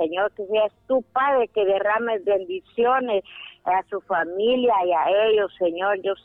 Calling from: Santa Cruz de Yojoa, Cortés, Honduras; estoy llamando aquí de Santa Elena, Santa Cruz, Lago de Yojoa.

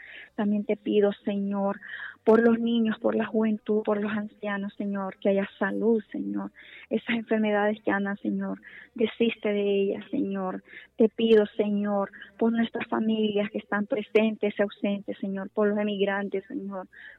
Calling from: Minas de Oro, Comayagua, Honduras; Mina de Oro, Comayagua

